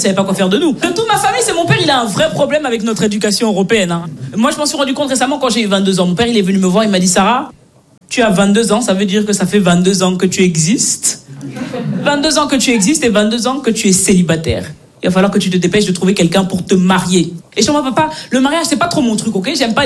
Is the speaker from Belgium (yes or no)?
yes; Belgium; born or raised there